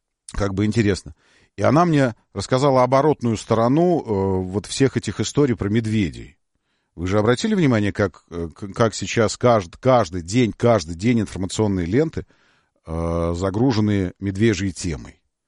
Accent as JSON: {"language": "Russian", "region": "Moscow", "country": "Russia", "said": "я сказал сейчас как москвич"}